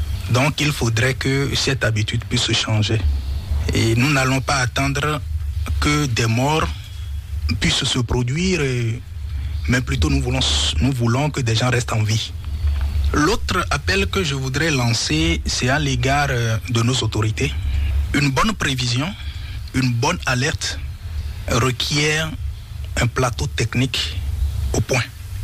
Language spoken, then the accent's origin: French; Benin; ici chez nous au Bénin